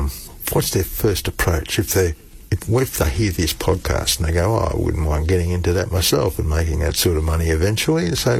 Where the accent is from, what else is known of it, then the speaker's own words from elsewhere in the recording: New South Wales, Australia; now in Western Australia, Australia; I'm Wiradjuri. I'm from New South Wales. I've been here for 25 years, but, you know, I'm still from over there.